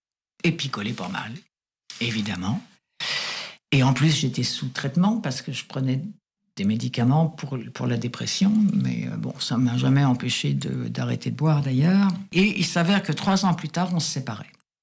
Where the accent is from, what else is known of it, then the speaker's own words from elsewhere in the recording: France; accent: French; now in Canada; Il y avait quelqu'un qui ne m'aimait pas, puis qui n'aimait pas mon accent français. Ça, j'ai eu beaucoup de mal avec ça ici au Québec.